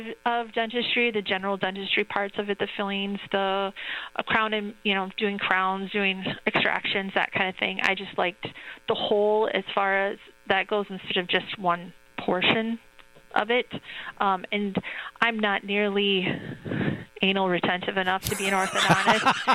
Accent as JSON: {"language": "English", "town": "Norwalk", "region": "Wisconsin", "country": "United States", "tie": "born or raised there", "said": "I grew up in Norwalk, Wisconsin, which is a very small town, mm-hmm. and I moved back basically to the same area."}